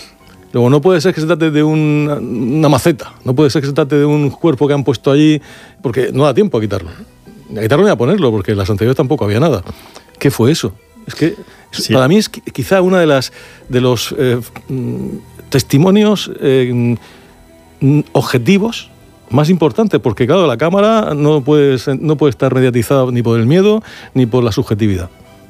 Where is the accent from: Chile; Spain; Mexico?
Spain; Pues sí, es que así somos los españoles.